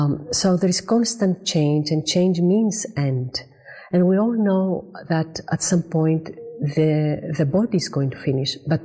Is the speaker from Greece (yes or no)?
yes; Greece; Actually, I mentioned that I am from Greece because Greece is an ancient country